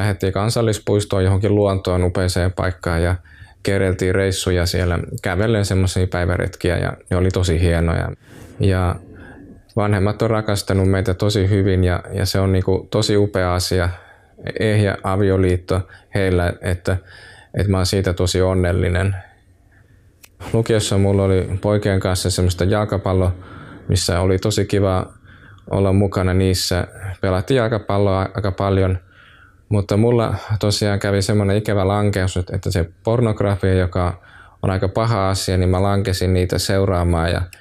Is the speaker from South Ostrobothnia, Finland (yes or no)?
no; Heinola, Päijät-Häme, Finland; now in Helsinki, Finland; Mä asun vaimoni kanssa Pitäjänmäellä Helsingissä. Mä oon Heinolasta kotoisin ja siellä mulla on vanhemmat, asuttiin pitkän aikaa siellä Heinolassa